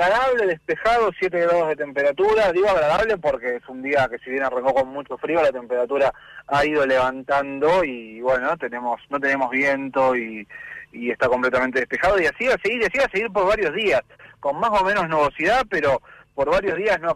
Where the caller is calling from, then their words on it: Esquel, Chubut, Argentina; Lindo mediodía aquí en Esquel.